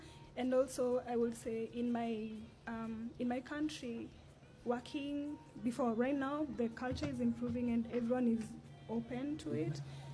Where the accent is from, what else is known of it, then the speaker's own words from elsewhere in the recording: Kenya; moved away as an adult; now in Seychelles; Being a Kenyan, a new foreigner here